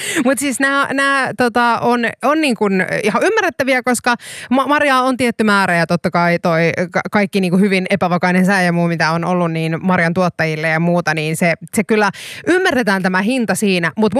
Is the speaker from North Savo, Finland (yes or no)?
yes; Kuopio, North Savo, Finland; Ja halvimpia sitten taas Kuopiossa. Meikäläisen rakkailla kotikonnuilla.